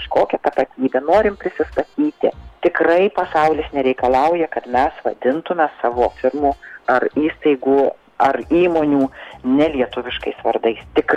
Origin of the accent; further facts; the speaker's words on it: Samogitia, Lithuania; Skambina man vienas iš mano krašto į Žemaitijos